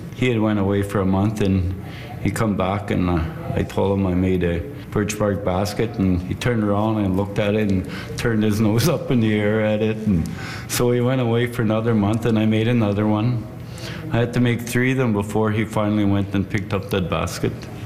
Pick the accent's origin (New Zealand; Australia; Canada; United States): Canada; Buffalo Narrows, Saskatchewan; I'm from Buffalo Narrows, Saskatchewan. I'm a First Nations person from Canoe Lake.